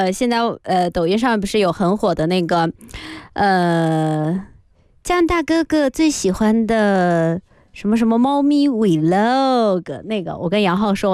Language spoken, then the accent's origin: Chinese; Northeast China, China; 这个是我们东北人学南方夹子。